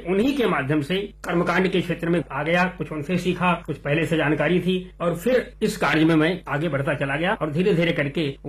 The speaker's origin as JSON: {"language": "Hindi", "town": "Pratapgarh", "region": "Uttar Pradesh", "country": "India", "tie": "born or raised there", "moved": "as an adult", "lives_now": "Jalandhar, India", "said": "मैं मूल रूप से प्रतापगढ़ जिले का निवासी हूँ, उत्तर प्रदेश से"}